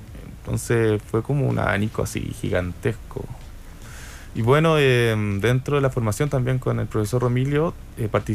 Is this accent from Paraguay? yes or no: no; Chile; a veces es difícil viajar como siendo músico chileno